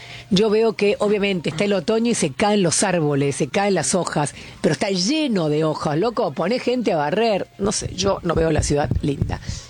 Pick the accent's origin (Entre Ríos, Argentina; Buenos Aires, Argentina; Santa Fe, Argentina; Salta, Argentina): Buenos Aires, Argentina; Esto como porteña, ustedes también, los dos son porteños